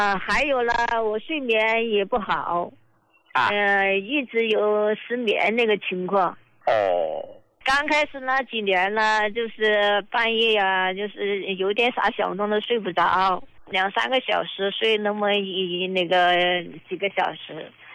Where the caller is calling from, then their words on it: Chongqing, China; 我是重庆这边的患者。我也是你们的老用户了呀。